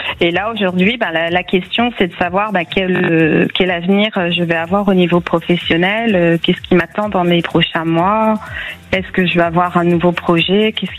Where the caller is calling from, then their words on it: Montpellier, Occitanie, France; J'appelle de Montpellier.